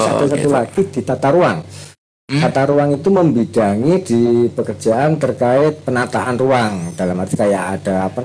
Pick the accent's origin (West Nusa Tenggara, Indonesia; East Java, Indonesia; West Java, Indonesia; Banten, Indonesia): East Java, Indonesia; Ngawi; Saya memang asli Ngawi, tapi kerja di PUPR dari tahun 2003.